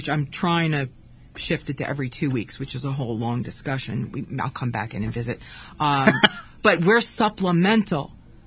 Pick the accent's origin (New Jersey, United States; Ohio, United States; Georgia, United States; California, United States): New Jersey, United States; now in Newport, United States; I'm from Jersey, right?